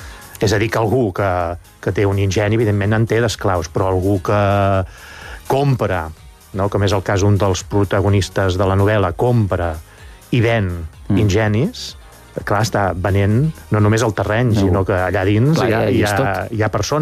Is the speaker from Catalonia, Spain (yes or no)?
yes; Mataró, Catalonia, Spain; Mira, és que resulta que sóc del Maresme, sóc de Mataró.